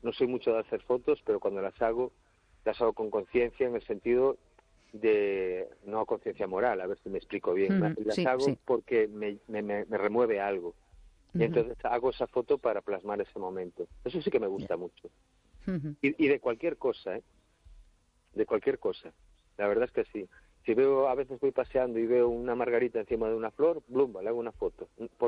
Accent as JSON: {"language": "Spanish", "town": "Cangas", "region": "Galicia", "country": "Spain", "tie": "born or raised there", "said": "de cuando vivíamos de mi infancia en Masó y allí en Cangas, que la recuerdo con un cariño"}